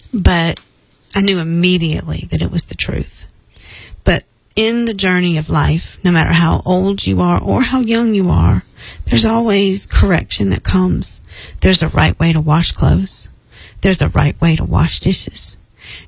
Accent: Charleston, South Carolina, United States; because I'm from Charleston, so everybody talks real Southern and slow.

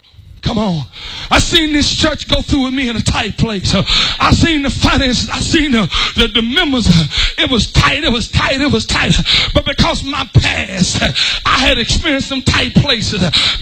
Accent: Texas, United States; also born or lived in Florida; I come from Texas

